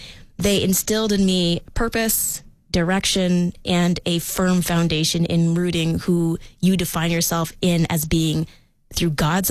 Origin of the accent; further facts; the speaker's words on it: Edmonton, Alberta, Canada; So growing up in Edmonton, where the culture is a predominantly, British culture